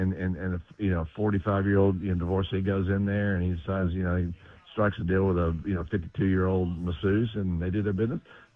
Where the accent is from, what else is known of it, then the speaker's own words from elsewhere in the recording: Columbia, Tennessee, United States; In Columbia, Tennessee, my hometown